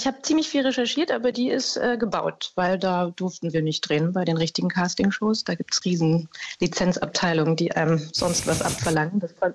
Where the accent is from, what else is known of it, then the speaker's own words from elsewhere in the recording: Berlin, Germany; Ich bin Berlinerin